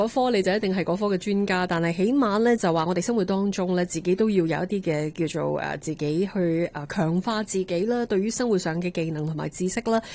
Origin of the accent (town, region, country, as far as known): Canada